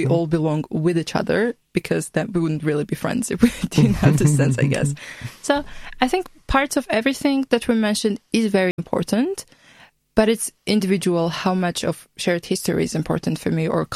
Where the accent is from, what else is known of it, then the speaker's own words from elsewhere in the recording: Georgia; English is a second language; because when I was a child, I grew up in a different country. Then I went back to Georgia. I'm from Georgia, by the way. And now I'm here.